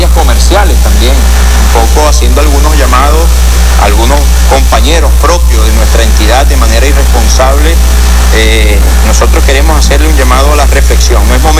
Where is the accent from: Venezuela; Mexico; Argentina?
Venezuela; Nosotros seguiremos demostrando como pueblo venezolano